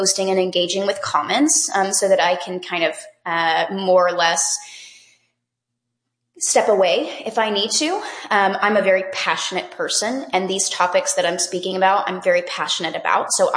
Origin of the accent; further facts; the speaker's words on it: Texas, United States; now in Alabama, United States; Yes, I was born and raised in Texas. I'm now in Alabama.